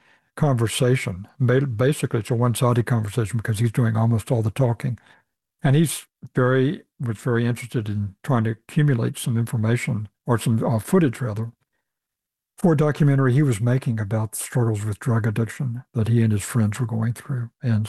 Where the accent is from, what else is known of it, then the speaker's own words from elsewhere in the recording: the South, United States; because I grew up in the South and it's a land where people tell stories